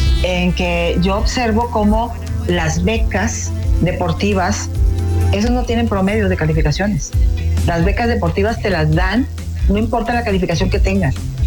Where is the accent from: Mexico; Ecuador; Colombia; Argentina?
Mexico; a nosotros como mexicanos